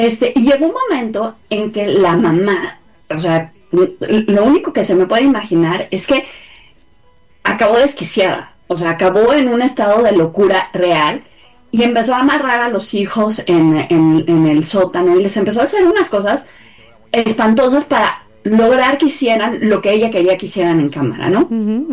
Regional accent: Mexico; a mí, como mexicana

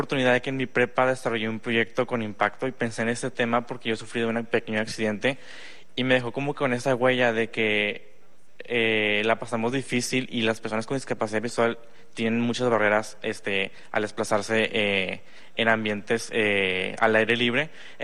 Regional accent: Santiago, Mexico; de donde yo soy, vengo de Santiago

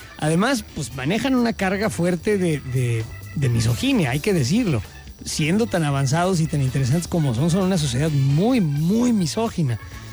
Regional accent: Mexico; ¿Somos felices los mexicanos en el sexo?

